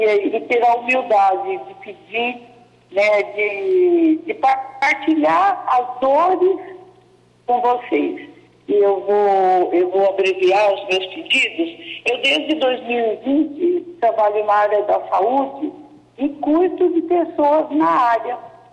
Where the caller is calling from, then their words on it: Paranavaí, Paraná, Brazil; Eu falo de Paranavaí.